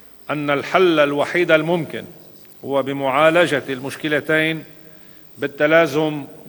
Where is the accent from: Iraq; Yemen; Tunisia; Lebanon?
Lebanon